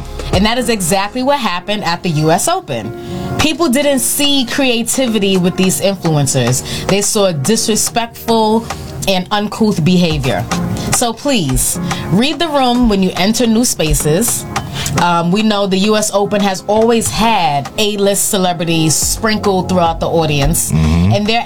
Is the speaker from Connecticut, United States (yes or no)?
no; New York City, New York, United States; when I travel certain places as a New Yorker